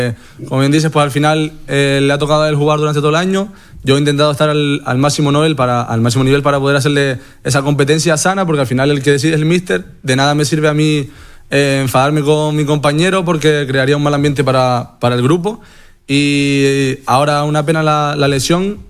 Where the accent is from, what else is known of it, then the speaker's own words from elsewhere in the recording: Canary Islands, Spain; Llevo ya 4 años, encima soy canario.